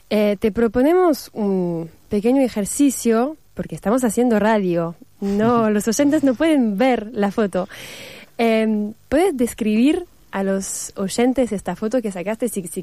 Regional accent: France; Bueno, menos mal porque somos francesas, así que los Borbones nos caen más o menos

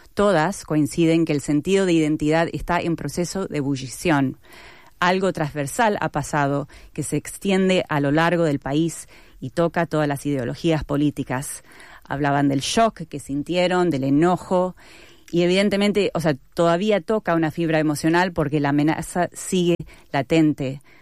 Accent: Canada; moved away; te hablo del lado anglo de Canadá, que es la parte donde yo me crié

